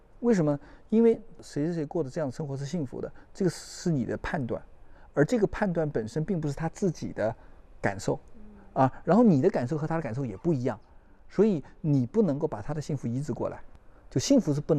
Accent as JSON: {"language": "Chinese", "country": "China", "said": "为什么我们中国人总说，当局者迷，旁观者清"}